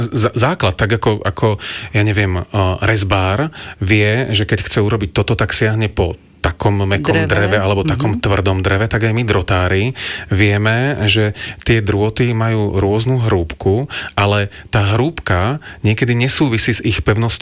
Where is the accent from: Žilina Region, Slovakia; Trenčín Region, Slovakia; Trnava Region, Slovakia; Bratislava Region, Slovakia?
Žilina Region, Slovakia; Žilina; Pochádzam zo Žiliny